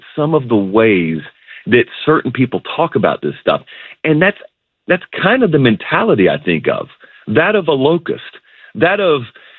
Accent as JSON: {"language": "English", "region": "the South", "country": "United States", "tie": "born or raised there", "said": "I grew up in the South and we would have them come through fields occasionally and just decimate crops."}